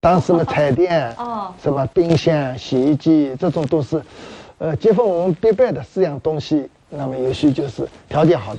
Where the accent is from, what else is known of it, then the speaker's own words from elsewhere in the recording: Jiaxing, Zhejiang, China; 我们都是世代养鱼的，我就生在这养鱼场里边的，从小就是湖泊中间，晚上电筒一照都是小鱼，你就是用斜立的脸盆摇一下，一半是星星，一半是鱼苗。